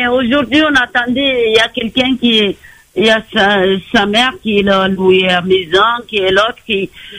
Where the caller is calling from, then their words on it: Marseille, Provence-Alpes-Côte d'Azur, France; On est Marseillais.